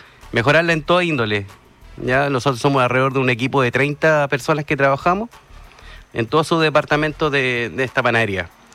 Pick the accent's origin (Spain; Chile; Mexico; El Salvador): Chile; Peñaflor, Santiago Metropolitan Region; moved away as an adult; now in Valparaíso, Chile; yo vengo de Peñaflor.